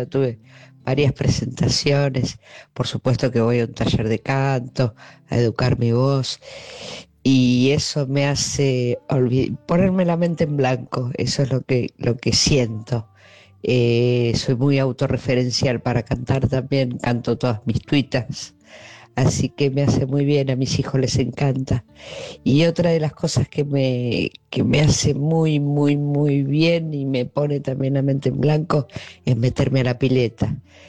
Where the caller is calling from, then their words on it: Mar del Plata, Buenos Aires Province, Argentina; de Mar del Plata.